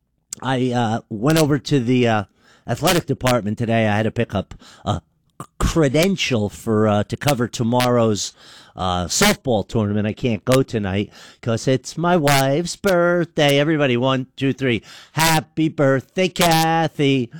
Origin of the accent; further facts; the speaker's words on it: New Jersey, United States; I'm from Jersey.